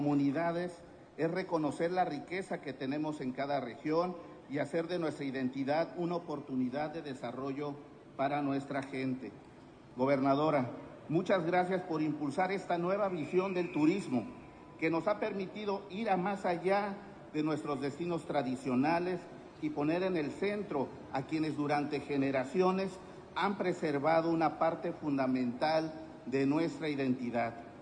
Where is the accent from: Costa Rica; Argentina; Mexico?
Mexico; Guerrero; técnicas, recetas y formas de preparar nuestros alimentos que son parte de lo que somos como guerrerenses.